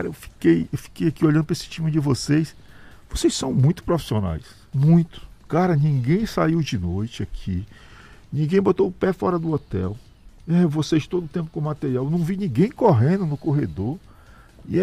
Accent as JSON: {"language": "Portuguese", "town": "Alto Alegre", "country": "Brazil", "tie": "born or raised there", "said": "Eu nasci em Alto Alegre, vivi parte da minha vida em Alto Alegre."}